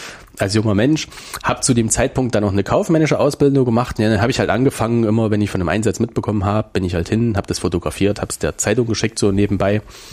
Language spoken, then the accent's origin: German; Weimar, Thuringia, Germany; born there